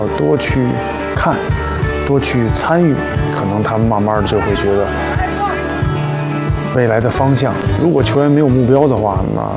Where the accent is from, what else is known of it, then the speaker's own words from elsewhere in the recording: China; born there; 我们从小都在国内长大，然后环境啊都是国内这种氛围，